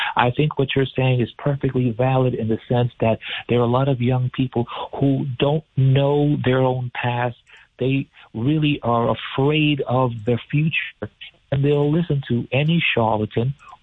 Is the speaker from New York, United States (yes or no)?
yes; New York, United States; He's sort of anathema to many of the beliefs that I have, both as a New Yorker and as an American.